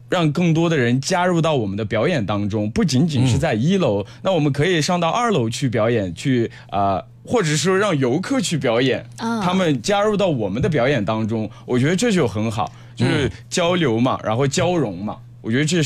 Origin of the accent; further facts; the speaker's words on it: Kashgar, Xinjiang, China; 喀什变得越来越便利了，越来越美了。对，然后怎么说呢，我会希望有更多这样的机会再频繁的回到我的家乡